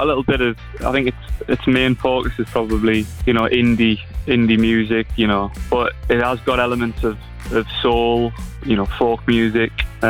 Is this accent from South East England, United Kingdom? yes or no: no; Peterlee, North East England, United Kingdom; we formed in like late 2020, early 2021, and we're from Peterlee.